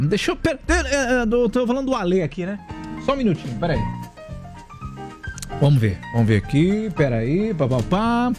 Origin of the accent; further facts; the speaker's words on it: Brazil; Eu sou brasileiro, cara. Brasileiro